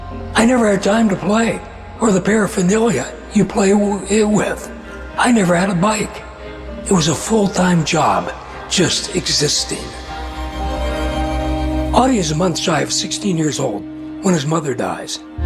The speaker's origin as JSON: {"language": "English", "region": "Texas", "country": "United States", "said": "I am one Texan boy who never had a pair of cowboy boots."}